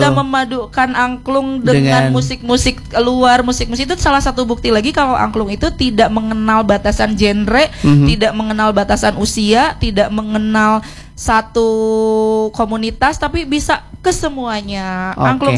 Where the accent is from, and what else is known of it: West Java, Indonesia